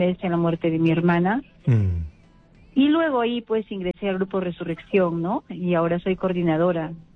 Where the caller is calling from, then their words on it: Sullana, Piura, Peru; todos los sullaneros